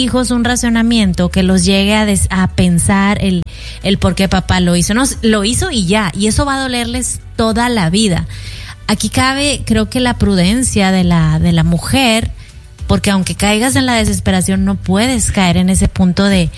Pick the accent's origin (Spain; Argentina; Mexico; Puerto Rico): Mexico; te hablo yo como mexicana